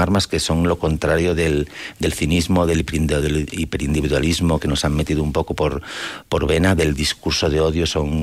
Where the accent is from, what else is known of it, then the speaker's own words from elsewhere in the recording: Gijón, Asturias, Spain; en Ubión, Asturias, de donde vengo yo